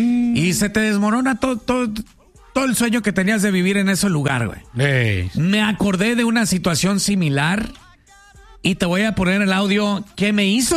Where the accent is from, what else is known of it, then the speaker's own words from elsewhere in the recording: Culiacán, Sinaloa, Mexico; nosotros venimos de Culiacán, oiga.